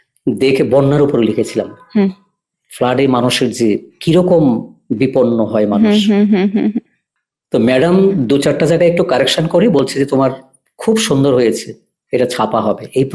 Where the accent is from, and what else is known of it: Tripura, India; born there